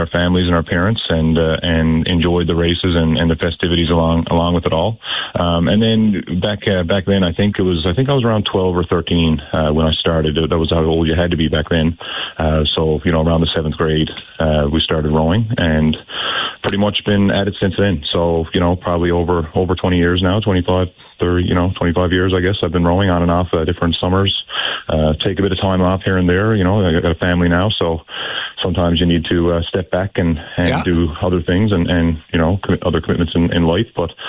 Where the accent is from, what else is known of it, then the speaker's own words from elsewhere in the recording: St. John's, Newfoundland and Labrador, Canada; born there; we're living Irish culture here on the island.